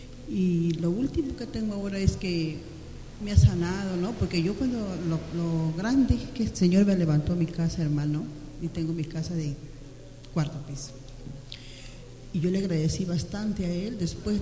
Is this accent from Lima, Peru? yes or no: yes; El Agustino, Lima, Peru; Yo vengo del Agustino